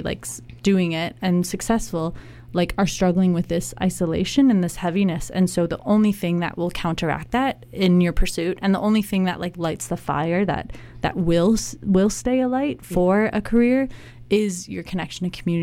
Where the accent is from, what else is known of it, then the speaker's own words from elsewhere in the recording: Canada; as a Canadian